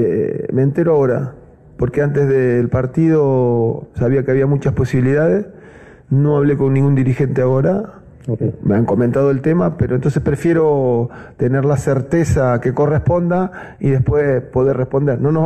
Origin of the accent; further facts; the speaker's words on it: Argentina; Agradecimiento eterno a una persona que como argentino nos dio tanto y tan lindo, ¿no?